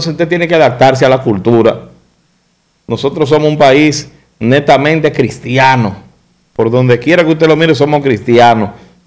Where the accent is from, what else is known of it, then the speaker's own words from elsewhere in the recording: Dominican Republic; porque el dominicano todo el tiempo se ha quejado, es que eso, nosotros somos así.